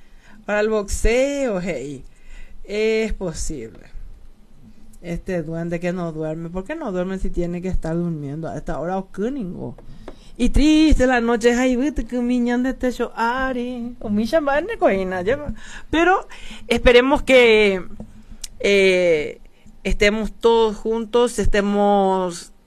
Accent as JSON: {"language": "Spanish", "town": "Carapeguá", "region": "Paraguarí", "country": "Paraguay", "tie": "born or raised there", "moved": "yes", "said": "para mí mi patria chica es Carapeguá."}